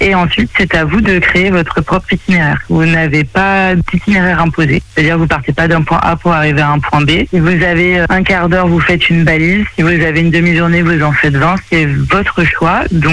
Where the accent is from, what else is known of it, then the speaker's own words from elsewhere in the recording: Le Mans, Pays de la Loire, France; born there; also born or lived in Nantes; now in Angers, France; je suis nantaise d'origine et j'ai élu domicile à Angers il y a une quinzaine d'années. Mais je suis mancelle, je suis née au Mans.